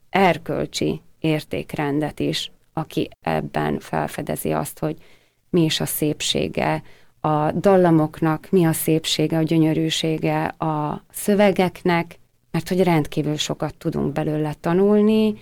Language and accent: Hungarian; Southern Slovakia, Slovakia; mi itt például a Felvidéken, vagy akár nagy nemzetként is, magyarként meg tudjunk maradni.